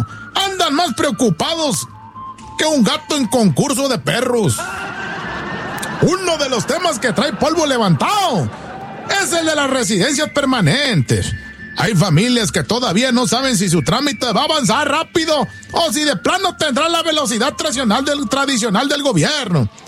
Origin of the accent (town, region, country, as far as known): Mexico